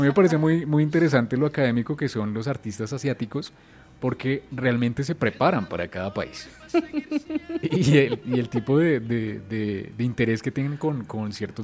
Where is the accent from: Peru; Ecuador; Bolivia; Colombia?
Colombia; Pero yo como organizador, siendo colombiano, le diría, esto es café colombiano